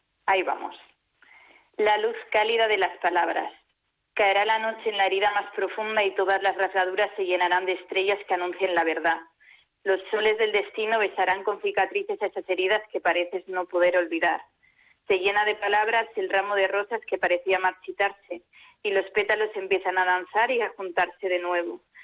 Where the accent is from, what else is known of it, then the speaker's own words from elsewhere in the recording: Erandio, Basque Country, Spain; yo soy de aquí, de Erandio, Vizcaya, pero mis padres y toda mi familia son de Extremadura. Entonces yo también en el poemario he querido plasmar la dualidad de la identidad que tengo entre el norte